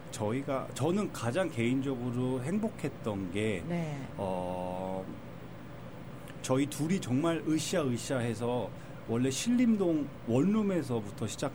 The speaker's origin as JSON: {"language": "Korean", "town": "Los Angeles", "region": "California", "country": "United States", "tie": "born or raised there", "said": "제가 미국에서 어린 유년 시절을 보냈을 때 부모님도 항상 코리안 프라이드를 알려주셨어요."}